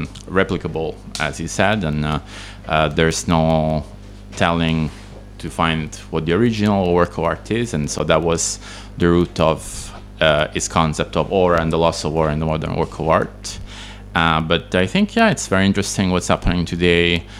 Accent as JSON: {"language": "English", "region": "Southern Italy", "country": "Italy", "second_language": "English", "lives_now": "Palermo, Italy", "said": "I'm also Italian. I live in the other big island in the Mediterranean, in Sicily, and live in the capital, let's say, of the island, Palermo. And I'm originally from another small region of the south, southern Italy"}